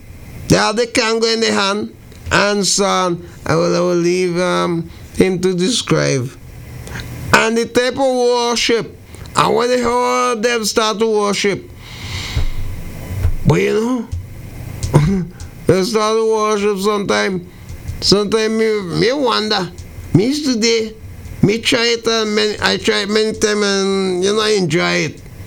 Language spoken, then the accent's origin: English; St. Vincent & Grenadines; moved away; back home in St. Vincent and the Grenadines, my hometown